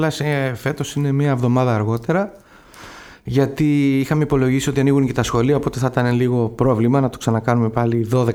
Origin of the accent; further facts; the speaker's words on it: Corfu, Ionian Islands, Greece; είμαι Κερκυραίος, λατρεύω την πατρίδα μου πιο πολύ από οτιδήποτε.